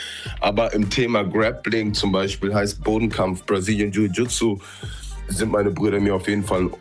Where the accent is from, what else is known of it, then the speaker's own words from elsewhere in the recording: Hanau, Hesse, Germany; wir sind alle drei hier zusammen aufgewachsen in Hanau. Wir haben gar nicht so große Altersunterschiede. Ja, der Älteste ist 97er Baujahr, der andere 98er. Und dann komme ich zum Schluss mit 2001.